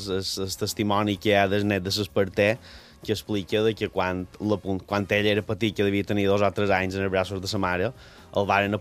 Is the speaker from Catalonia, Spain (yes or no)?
no; Porreres, Balearic Islands, Spain; és el meu poble